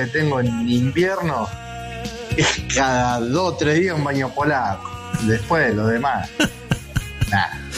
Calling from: Loma del Mirador, Buenos Aires Province, Argentina; El flaco de Loma del Mirador

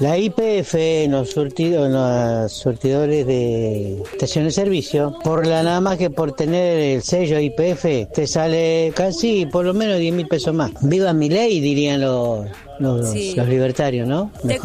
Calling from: Florencio Varela, Buenos Aires Province, Argentina; de Florencio Varela.

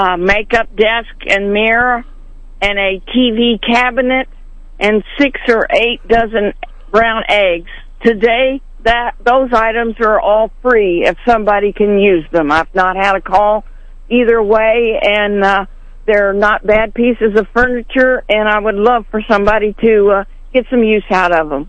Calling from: Marshall Junction, Missouri, United States; I'm in the Marshall Junction area.

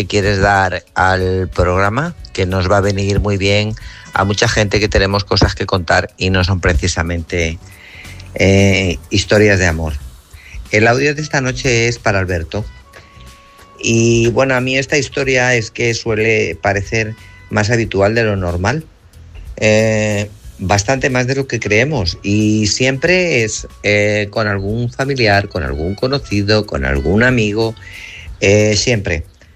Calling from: Guadalajara, Castilla-La Mancha, Spain; de Guadalajara.

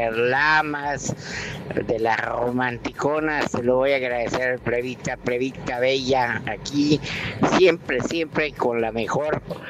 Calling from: Conkal, Yucatán, Mexico; Yo soy de Concal.

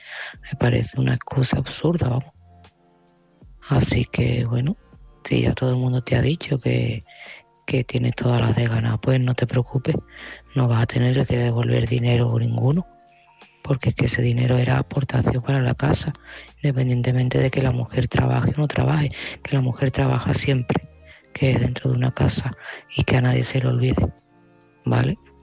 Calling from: Seville, Andalusia, Spain; de Sevilla y este mensaje va para Almudena.

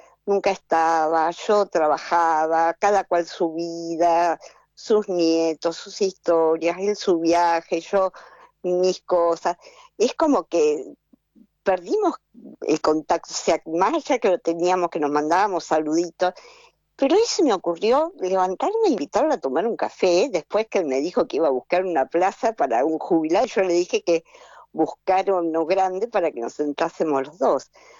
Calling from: Berisso, Buenos Aires Province, Argentina; yo vivo en Berisso

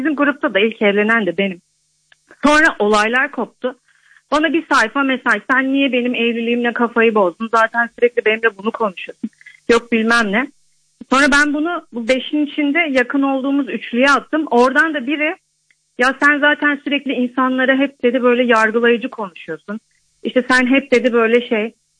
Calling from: Adana, Turkey; Ben Adana'dan arıyorum.

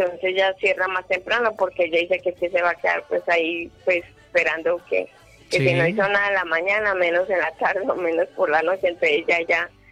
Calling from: Medellín, Antioquia, Colombia; yo vivo en San Javier La Loma

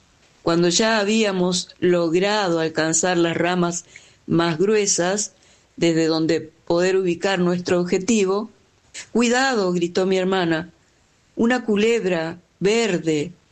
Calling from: Santa Fe, Argentina; de Santa Fe.

